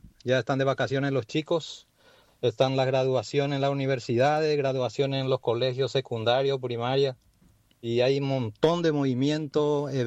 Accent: Paraguay; now in United States; Salí de Paraguay, pero Paraguay nunca salió de mí.

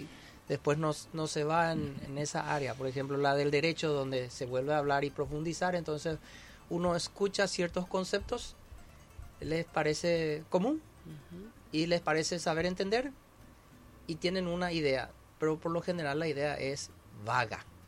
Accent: Paraguay; Es la población, somos nosotros los paraguayos.

